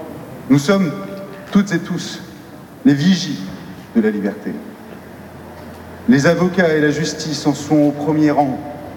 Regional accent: France; En tant que Français

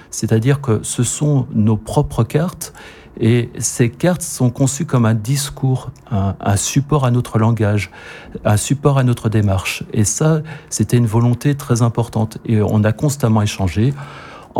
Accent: Vitré, Brittany, France; moi je suis de Pays Gallo, je suis originaire de Vitré, donc je ne maîtrise pas le breton

